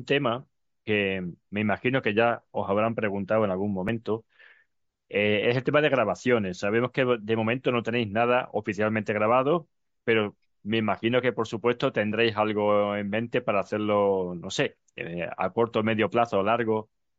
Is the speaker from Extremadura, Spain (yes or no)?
yes; Extremadura, Spain; por mi tierra, por Extremadura